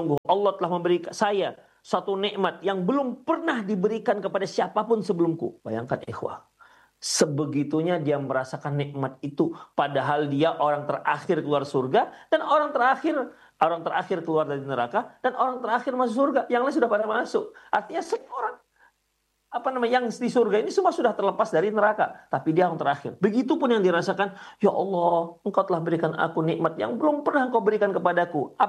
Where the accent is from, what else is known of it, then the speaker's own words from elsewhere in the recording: West Sumatra, Indonesia; Mereka terpesona, kalau bahasa kami orang Minang terperangah gitu.